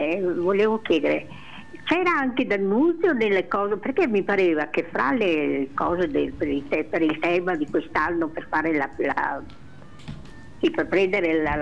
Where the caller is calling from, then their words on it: Trieste, Friuli-Venezia Giulia, Italy; io essendo triestina non posso dire altro, che cavolo vuoi che dica? Sono una triestina.